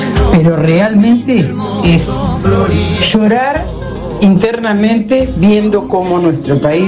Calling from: Carlos Casares, Buenos Aires Province, Argentina; Tengo muchos años, soy … de Carlos Casares

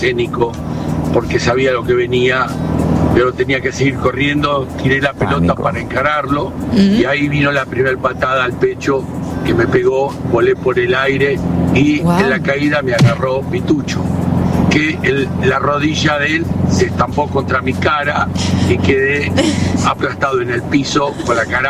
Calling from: Buenos Aires, Argentina; de La Boca.

